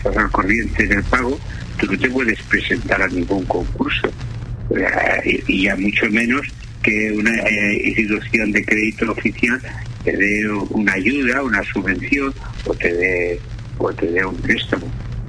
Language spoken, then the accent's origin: Spanish; Tarragona, Catalonia, Spain; born there; yo que nací en la Imperial Tarraco, que fue la primera capital de Roma, de la Hispania